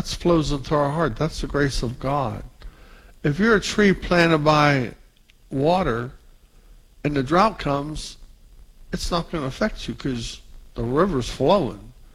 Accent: United States; I'm from the Pittsburgh area in West Virginia.

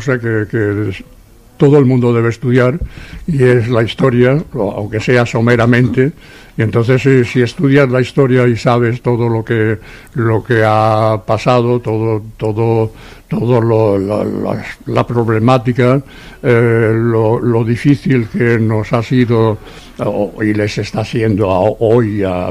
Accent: Seville, Andalusia, Spain; now in Barcelona, Spain; cuando vinimos de Sevilla.

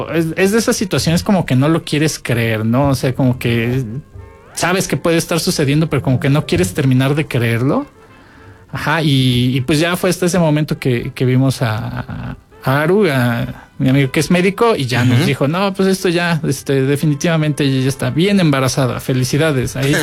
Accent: Mexico; yo soy más mexicano que el chile poblano.

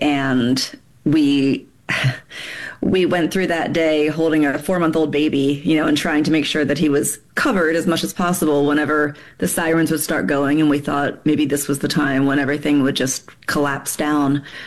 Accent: Delaware, United States; also born or lived in Missouri; So I grew up in Delaware. I'm from Delaware originally, mm-hmm. and we did not have tornadoes in Delaware.

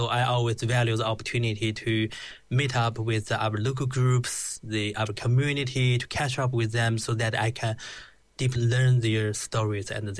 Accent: China; born there; English is a second language; Then I was born in China, and I grew up in a very ordinary family.

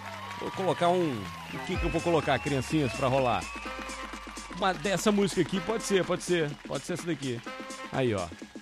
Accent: Venda Nova, Brazil; Minha terrinha é venda nova, mas dá no mesmo. É tudo frio.

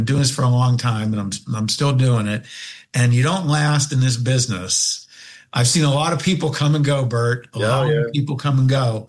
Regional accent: Pennsylvania, United States; I have good contacts, but I'm from Western Pennsylvania.

